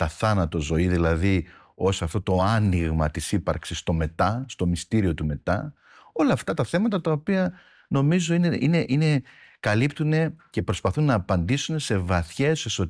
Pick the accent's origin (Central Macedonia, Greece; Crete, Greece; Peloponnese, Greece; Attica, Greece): Crete, Greece; Heraklion; Μεγάλωσα στο Ηράκλειο, γεννήθηκα στο Ηράκλειο και μεγάλωσα στο Ηράκλειο από έναν πατέρα ποντιακής καταγωγής. Είχε έρθει δηλαδή στο Ηράκλειο από τη Μακεδονία. Παντρεύτηκε τη μητέρα μου, η οποία είναι Κρητικιά και με ρίζες από τη Σμύρνη βέβαια.